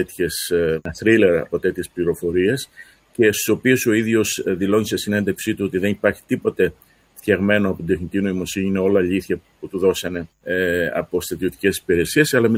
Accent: Crete, Greece; δεν είμαι υπηρώτης, στην Κρήτη κατάγομαι, πατέρας μου από Θεσσαλία, αλλά εργάζομαι στην Ήπειρο.

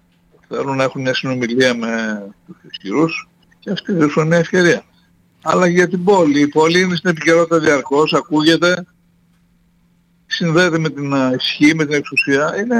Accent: Thessaloniki, Central Macedonia, Greece; που είμαι βέρος Θεσσαλονικιός, οριζινάλε, mm-hmm, περπατώ στη Ζυμισκή και γνωρίζω έναν στους χίλιους.

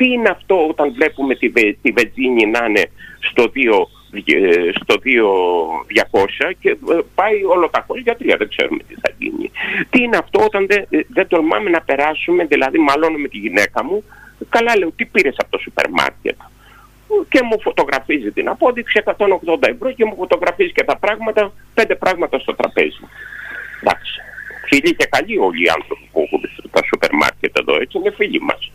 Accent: Central Greece, Greece; εγώ, επειδή είμαι Ρουμελιώτης και είμαστε δωρείς εμείς

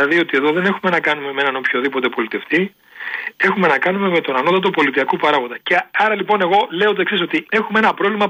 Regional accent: Ioannina, Epirus, Greece; γιατί έχω και πατρίδα, είμαι η πατρίδα μου από τα Γιάννενα, είμαι από την Αετόπετρα Ιωαννίνων

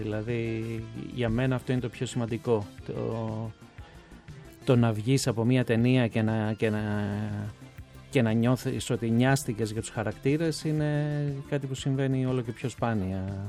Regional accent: Greece; ως Έλληνας πολίτης και ως Ευρωπαίος πολίτης και ως παγκόσμιος πολίτης

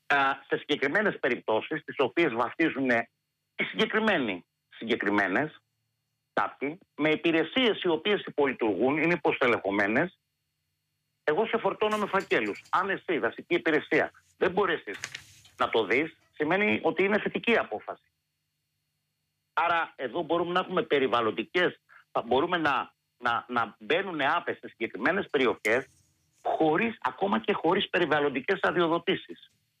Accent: Central Greece, Greece; στην πατρίδα μου την Εύβοια.

